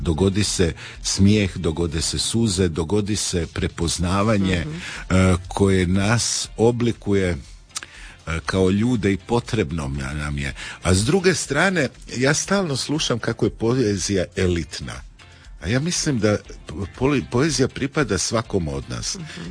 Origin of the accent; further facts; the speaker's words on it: Krnica, Istria County, Croatia; ja sam iz Krnice.